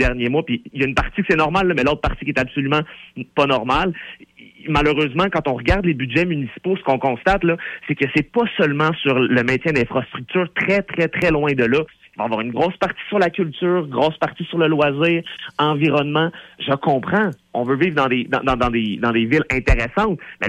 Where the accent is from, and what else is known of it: Quebec, Canada